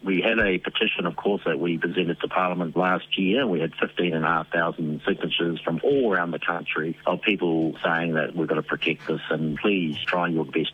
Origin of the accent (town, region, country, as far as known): New Zealand